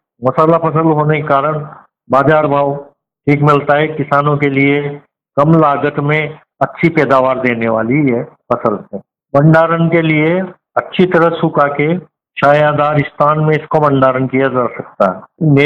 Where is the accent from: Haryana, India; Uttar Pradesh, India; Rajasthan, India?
Rajasthan, India; Baran district; गांव गुलखेड़ी, तहसील छिपावड़ो, जिला बारा का रहने वाला हूँ।